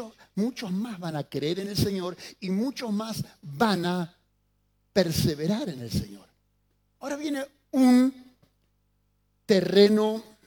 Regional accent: Mendoza, Argentina; me crié en el campo, me crié en Mendoza

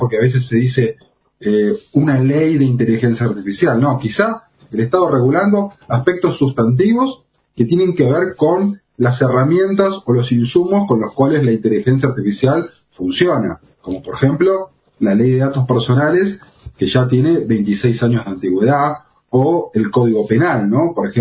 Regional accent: Argentina

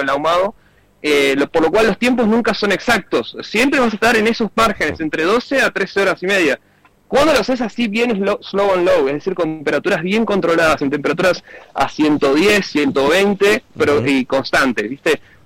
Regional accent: La Plata, Buenos Aires Province, Argentina; moved away as an adult; now in Cipolletti, Argentina; Yo soy platense, pero me raptó hace ya como 3 años, me trajo para acá.

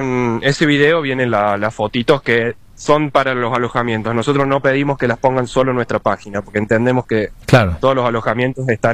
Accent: Santa Rosa de Calamuchita, Córdoba, Argentina; Por ejemplo, nosotros somos de Santa Rosa, tenemos cabañas acá

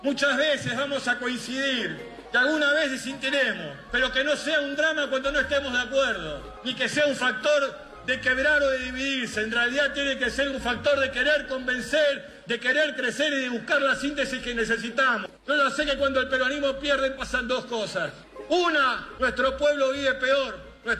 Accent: Argentina; Lo digo como un argentino más que sabe lo que es vivir en la periferia de la patria.

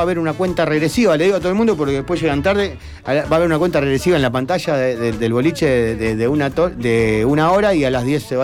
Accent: Rosario, Santa Fe, Argentina; Yo soy de Zona Sur, después me mudé al centro, más de grande.

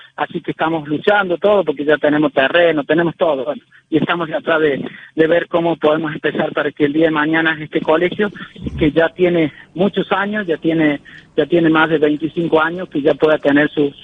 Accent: Luján, San Luis, Argentina; Bueno, mi pueblo, Luján, no tenemos obviamente nada que envidiarles, tenemos un atractivo turístico impresionante

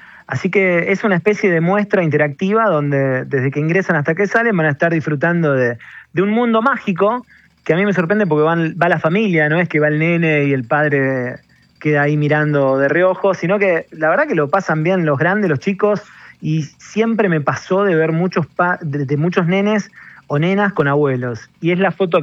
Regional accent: San Lorenzo, Santa Fe, Argentina; No soy de Buenos Aires, soy de una ciudad cercana a Rosario, más allá que Rosario la amo con toda mi alma, sí. Soy de una ciudad llamada San Lorenzo

